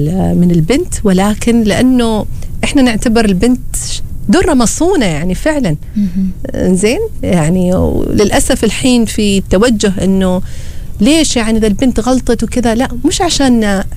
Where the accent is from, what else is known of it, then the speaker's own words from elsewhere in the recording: Oman; عندنا هنا في عمان.